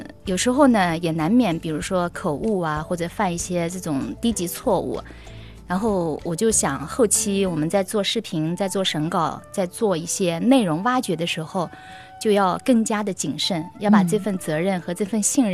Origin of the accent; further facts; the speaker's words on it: Nanjing, Jiangsu, China; born there; 我们生在南京就会觉得很自豪